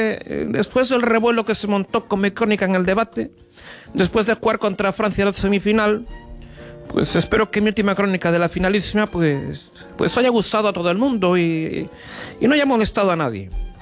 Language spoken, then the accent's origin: Spanish; Spain; yo soy muy español y mucho español.